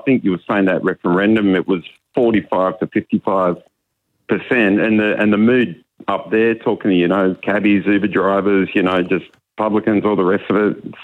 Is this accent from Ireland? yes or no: no; Australia; also born or lived in New Zealand; Oh, I'm Kiwi born. My parents brought me to Australia when I was three.